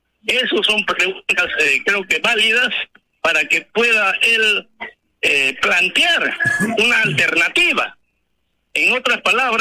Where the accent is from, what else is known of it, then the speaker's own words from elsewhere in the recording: Coracora, Ayacucho, Peru; now in Lima, Peru; añoro a mi tierra Coracora, pero imaginariamente me transporto y a veces de gusto en Lima.